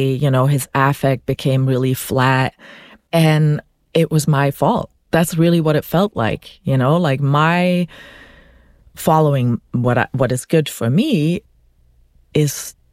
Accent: Belgium; English is a second language; moved away as an adult; now in United States; I'm from Belgium. I'd moved to the US for David.

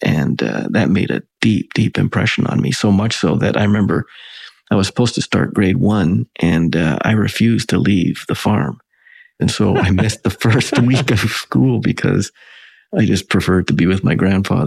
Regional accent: Alberta, Canada; I mean, I grew up in Southern Alberta, and so the Rockies were my Western horizon

